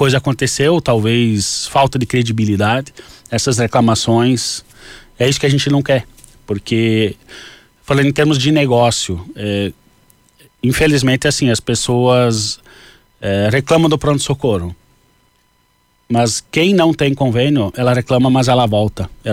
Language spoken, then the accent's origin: Portuguese; Santa Catarina, Brazil; also born or lived in Paraná; now in Rio Grande do Sul, Brazil; Já morei nos 3 estados do Sul. E eu sou de Santa Catarina, né? Mas eu já morei também no Paraná e agora é a segunda cidade no Rio Grande do Sul.